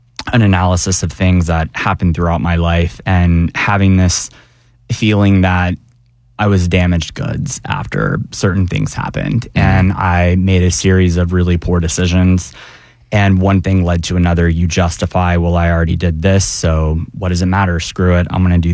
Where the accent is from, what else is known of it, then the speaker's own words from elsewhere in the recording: the South, United States; I grew up gay in the South in the late 90s and early 2000s.